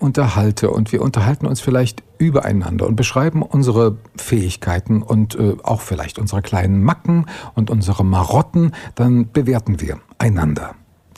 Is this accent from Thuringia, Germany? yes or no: yes; Erfurt, Thuringia, Germany; Ich bin in Erfurt groß geworden, dort geboren, aufgewachsen